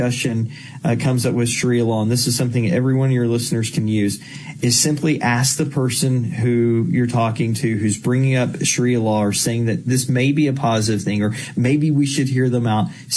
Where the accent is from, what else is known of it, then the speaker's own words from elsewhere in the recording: Texas, United States; my home state of Texas